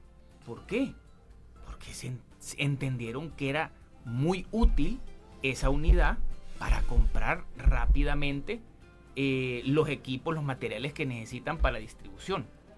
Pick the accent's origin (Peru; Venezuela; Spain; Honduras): Honduras